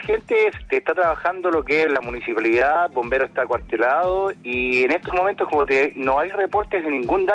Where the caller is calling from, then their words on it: Llay-Llay, Valparaíso, Chile; En la comuna de Yayay, la quinta región de Chile.